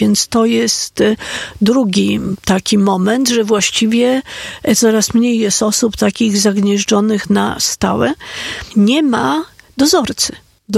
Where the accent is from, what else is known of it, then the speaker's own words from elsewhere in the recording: Warsaw, Masovian Voivodeship, Poland; ja się wychowałam w kamienicy na Grochowie, to w tej kamienicy była, w piwnicy była wspólna pralnia, a na górze był wspólny strych do rozwieszania prania.